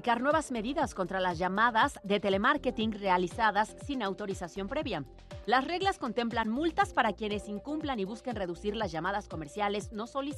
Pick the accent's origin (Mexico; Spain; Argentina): Mexico; Lo que pasa es que estamos acostumbrados, como buenos mexicanos, sí, al desayuno de campeones del tamalito en la mañana